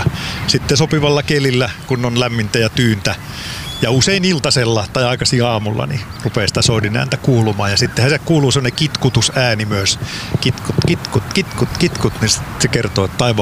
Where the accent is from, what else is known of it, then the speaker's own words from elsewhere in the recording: Pori, Satakunta, Finland; Kuulosti niin tutulta tuo Porin murre, kun mä oon itsekin Porista kotosi